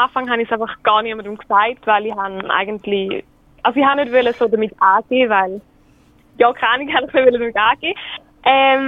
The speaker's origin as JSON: {"language": "German", "region": "St. Gallen", "country": "Switzerland", "lives_now": "Uzwil, Switzerland", "said": "Ich komme aus St. Gallen."}